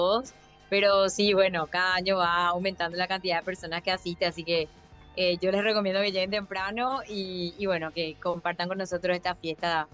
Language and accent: Spanish; Paraguay; cuento que soy de Paraguay